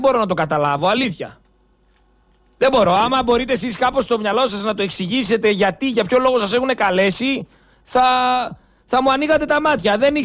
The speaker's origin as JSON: {"language": "Greek", "country": "Greece", "said": "Θέλω να καταλάβω λίγο κάτι. Δηλαδή, εγώ που είμαι Έλληνας."}